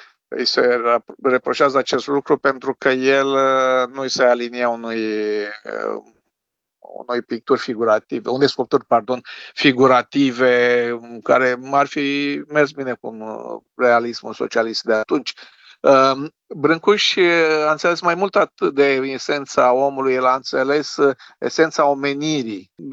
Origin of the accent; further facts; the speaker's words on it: Romania; sunt mândru că sunt român, sunt proud to be Romania